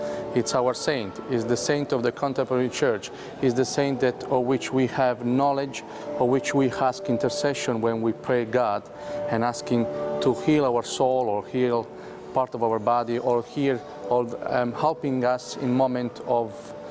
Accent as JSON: {"language": "English", "region": "Apulia", "country": "Italy", "tie": "born or raised there", "second_language": "English", "moved": "as an adult", "lives_now": "United States", "said": "I am from the Puglia region of Italy."}